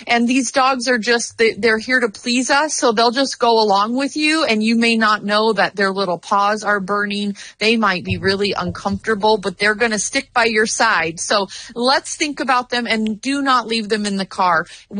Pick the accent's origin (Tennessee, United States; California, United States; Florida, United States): California, United States; the Valley; moved away; I am a Valley girl at heart. I did. Born and raised in the Valley.